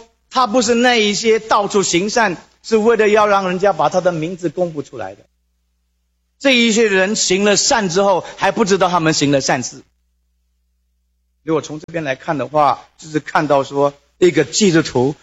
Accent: China; now in United States; 可能你跟我一样，我们是中国人，只要不做坏事情就好了。有一次我的邻居告诉我说，你们这些亚洲人啊

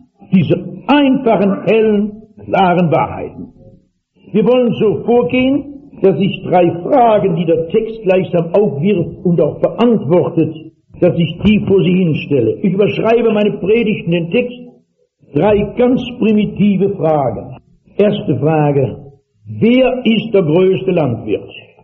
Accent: East Germany, Germany

